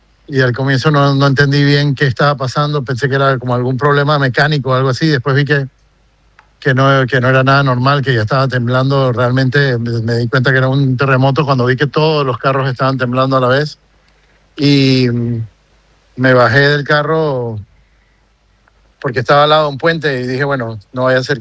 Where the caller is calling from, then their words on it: Panama City, Panamá, Panama; Estoy aquí en el puro centro de la ciudad.